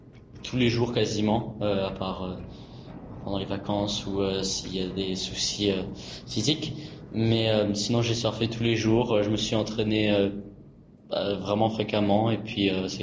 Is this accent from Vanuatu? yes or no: yes; Vanuatu; born there; J'ai 16 ans, je suis né au Vanuatu. Je vis à Pongo, dans l'est de Port-Vila.